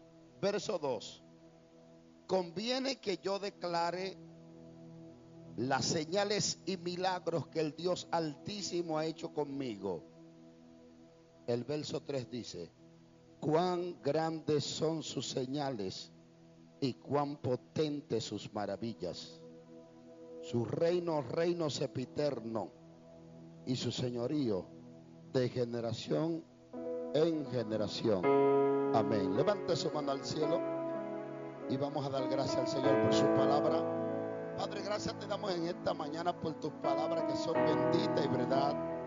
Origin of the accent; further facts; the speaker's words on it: Dominican Republic; Venimos de República Dominicana